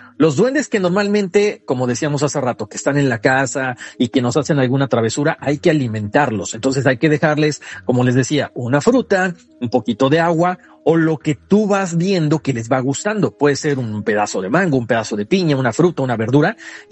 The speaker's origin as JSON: {"language": "Spanish", "region": "Oaxaca", "country": "Mexico", "said": "yo soy de Oaxaca."}